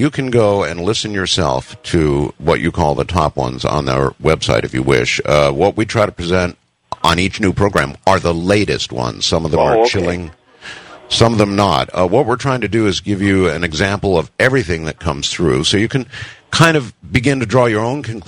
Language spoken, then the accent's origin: English; United States; moved away as an adult; now in Luzon, Philippines; I remain an American citizen.